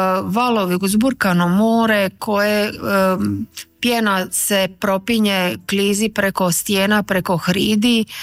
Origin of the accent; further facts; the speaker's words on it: Split, Split-Dalmatia County, Croatia; pošto sam ja dijete Dalmacije, moji roditelji su otočani, ja sam rođena u Splitu